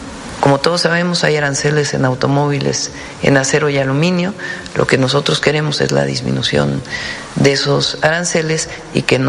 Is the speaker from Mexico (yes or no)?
yes; Mexico; nosotros nos interesa México, porque somos mexicanos y porque soy la presidenta de México.